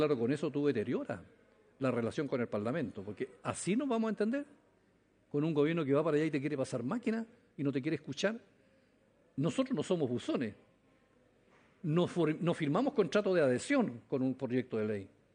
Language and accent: Spanish; Chile; somos un país de 18 millones, 20 millones